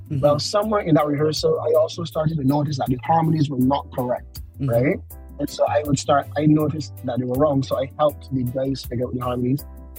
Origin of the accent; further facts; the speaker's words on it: Barbados; I'm from Barbados.